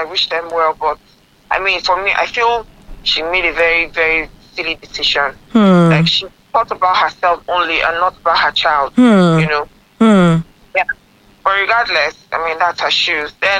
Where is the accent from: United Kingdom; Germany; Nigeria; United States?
Nigeria; Lagos; from Lagos.